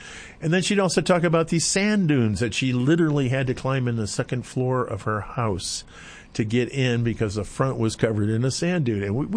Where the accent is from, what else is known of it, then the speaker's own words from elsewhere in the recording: Chicago, Illinois, United States; When we were kids, my sister and I, my mom used to tell stories. And we grew up in Chicago.